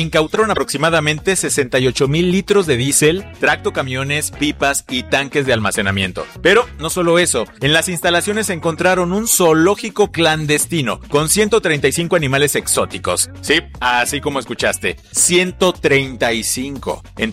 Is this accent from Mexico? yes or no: yes; Mexico